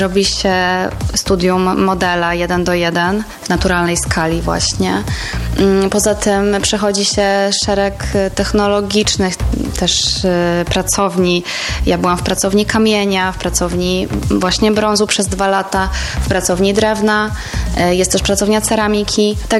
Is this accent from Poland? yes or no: yes; Szczecinek, West Pomeranian Voivodeship, Poland; born there; now in Warsaw, Poland; jako dziecko wspominam, mam piękne wspomnienia ze Szczecinka